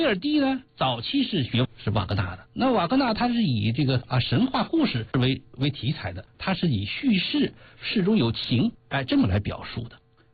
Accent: China; 我们中国人

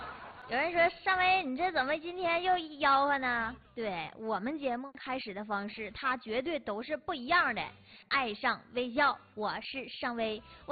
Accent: Heilongjiang, China; accent: Northeastern Mandarin (Dongbei); 当然了我把我们全班也得拐得出东北味儿了。总之我就觉得我的家乡好啊，我就觉得咱东北好，我觉得咱黑龙江好。

